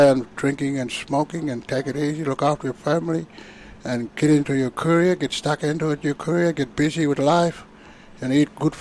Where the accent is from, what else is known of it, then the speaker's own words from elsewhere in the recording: Alice Springs, Northern Territory, Australia; also born or lived in Docker River; So born and bred in Alice Spring